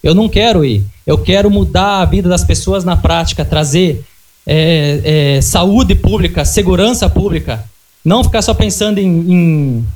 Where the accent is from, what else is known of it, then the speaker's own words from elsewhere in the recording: Santa Helena, Paraná, Brazil; que é lá da minha terra, do distrito de São Clemente